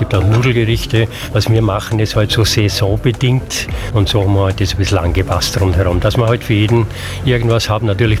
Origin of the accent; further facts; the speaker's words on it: Austria; now in Regensburg, Germany; Ich bin ja Österreicher